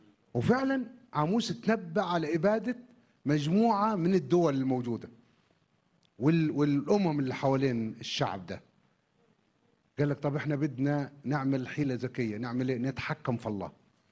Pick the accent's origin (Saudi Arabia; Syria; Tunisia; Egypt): Egypt; احنا كشعب مصري